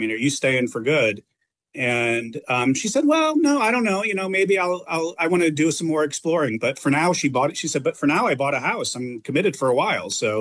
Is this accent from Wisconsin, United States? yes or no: no; Indiana, United States; I'm from Indiana, so Noblesville, Indiana has a program